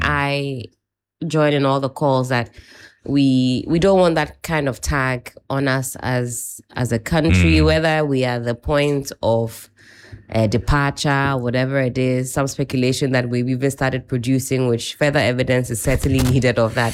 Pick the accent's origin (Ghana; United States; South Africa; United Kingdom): Ghana